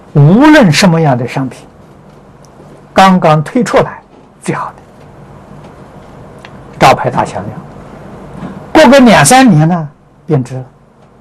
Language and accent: Chinese; China; 我们中国人讲的罗汉辟支佛啊